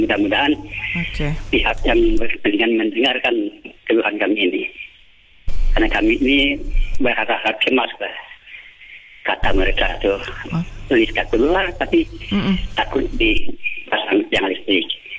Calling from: West Kalimantan, Indonesia; Contohnya kampung kami, Kalanong, Kelabung, Gata, di Desa Upe, Tumpunan Boti.

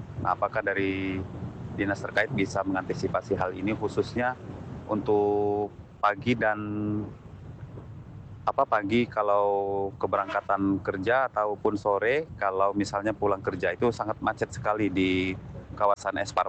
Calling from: Bengkulu, Indonesia; Selamat pagi RRI, saya dari … di Penurunan. Mau tanya soal parkiran nih di beberapa jalan protokol di Kota Bengkulu.

